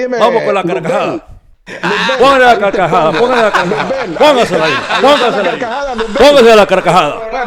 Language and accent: Spanish; Honduras; Soy hondureño.